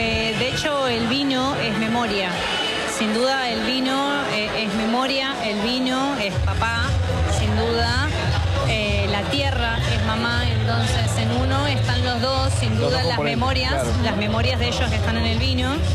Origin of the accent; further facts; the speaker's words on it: Santiago del Estero, Argentina; yo vengo de Santiago del Estero